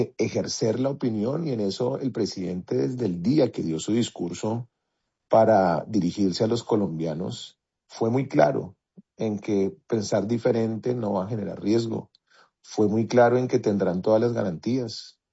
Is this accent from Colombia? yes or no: yes; Colombia; a entender que somos colombianos y que vamos a gobernar para todos. En Colombia cabemos todos.